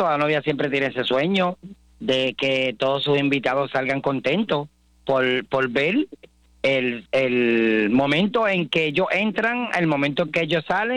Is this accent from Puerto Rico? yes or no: yes; San Germán, Puerto Rico; vengo del barrio Minillas de San Germán.